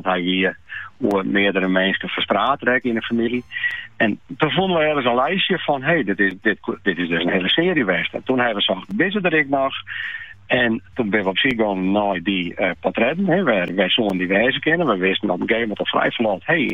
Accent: Friesland, Netherlands; Ja, ben ik echt Friesen.

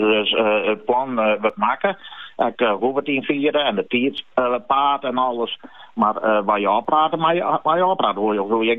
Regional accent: Friesland, Netherlands; En ik het recht dat we als Friesen gaan om onze eigen plaknaam te vieren.

